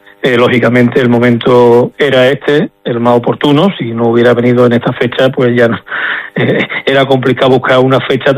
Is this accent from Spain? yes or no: yes; Spain; nosotros somos un país soberano. Somos dos ciudades españolas, pertenecemos a Europa, somos la frontera sur de Europa